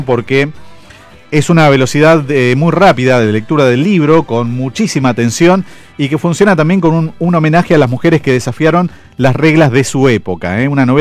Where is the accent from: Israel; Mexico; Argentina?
Argentina